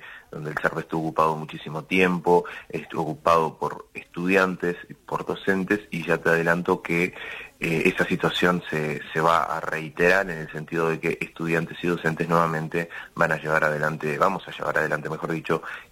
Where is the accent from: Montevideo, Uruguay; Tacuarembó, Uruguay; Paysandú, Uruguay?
Tacuarembó, Uruguay; soy de Tacuarembó y también nos afecta a los que somos hijos adoptivos de Rivera.